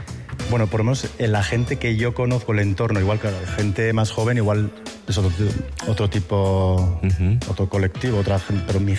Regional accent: Navarre, Spain; me hizo no sentirme navarro, era, yo pensaba como vasco, o sea, más vasco que navarro.

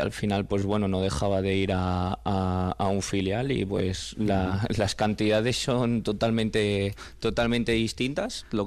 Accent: Zaragoza, Aragon, Spain; de Torrero, que es de donde soy yo, de Torrero La Paz

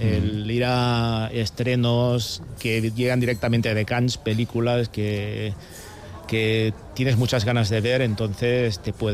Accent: Catalonia, Spain; now in Málaga, Spain

